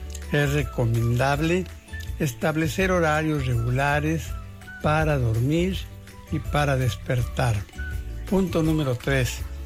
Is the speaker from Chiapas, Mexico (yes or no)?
no; Guadalajara, Jalisco, Mexico; Guadalajara, mi ciudad natal, ya tenía 1,000,000 de habitantes.